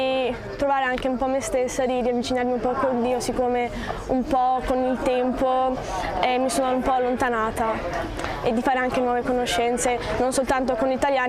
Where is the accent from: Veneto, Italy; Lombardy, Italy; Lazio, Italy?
Veneto, Italy; Quarto d'Altino; Io vengo da Quarto d'Altino, in provincia di Venezia